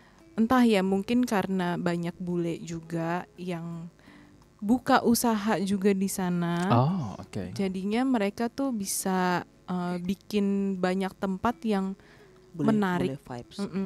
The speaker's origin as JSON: {"language": "Indonesian", "region": "Java", "country": "Indonesia", "said": "Iya, apalagi aku dari Pulau Jawa, aku sukanya Bali."}